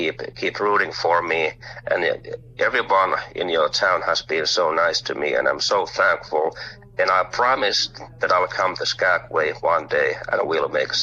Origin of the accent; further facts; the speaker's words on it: Oulu, North Ostrobothnia, Finland; English is a second language; Well, first of all, I'm from a city called Oulu. It's on the same latitude as Fairbanks, Alaska, actually. It's really up north, and it's a cold place, really dark, and it's known for the heavy metal music.